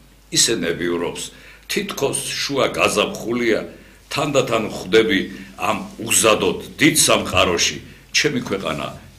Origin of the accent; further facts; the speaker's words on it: Gori, Shida Kartli, Georgia; რამდენადაც გორიდან ვარ და გორი მეამაყება, რომ ერთ-ერთი ულამაზესი კუთხეა და ქართლული თავისი კოლორიტით